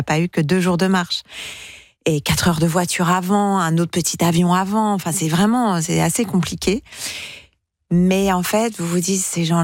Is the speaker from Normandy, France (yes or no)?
yes; Normandy, France; En tant que normande, quand même.